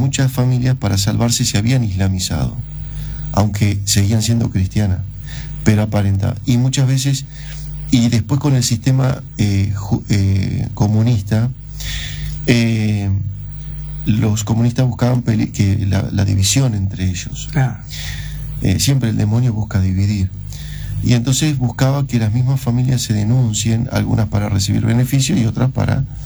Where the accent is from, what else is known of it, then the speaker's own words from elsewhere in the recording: Argentina; como ahora para el mundial todos somos argentinos